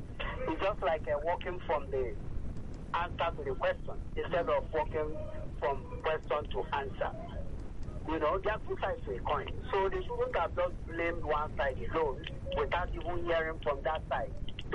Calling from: Nigeria; I'm calling from Abarunjan, Ikoto.

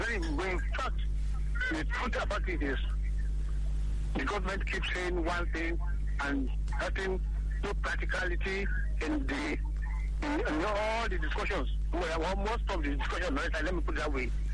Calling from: Suleja, Niger State, Nigeria; I'm calling from Suleja.

